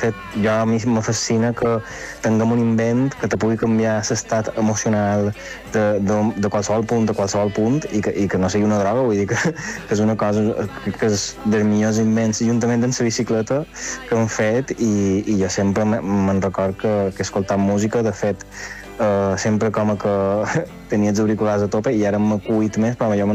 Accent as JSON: {"language": "Catalan", "town": "Palma", "region": "Balearic Islands", "country": "Spain", "tie": "born or raised there", "said": "Tot i que jo realment he crescut a Palma i he anat a escola a Palma i tot ho he fet a Palma"}